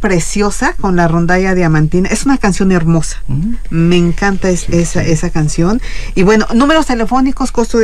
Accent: Querétaro, Mexico; Si somos bien orgullosos de ser de este lugarcito de México.

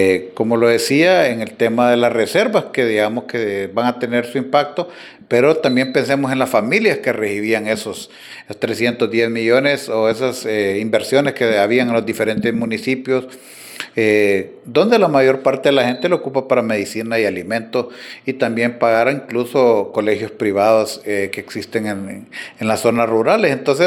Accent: Honduras; nosotros como hondureños

